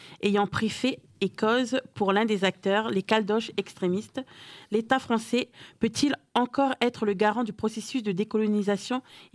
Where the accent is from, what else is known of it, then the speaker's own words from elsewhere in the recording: Nouméa, South Province, New Caledonia; also born or lived in Lifou; Alors, moi, j'ai 32 ans. Je suis originaire de l'Ifou. J'ai grandi à Nouméa.